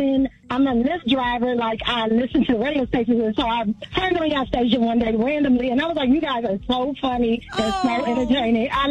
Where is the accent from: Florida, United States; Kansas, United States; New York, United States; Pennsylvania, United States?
Pennsylvania, United States; Philadelphia; I am originally from Philadelphia, so I'm kind of fearless.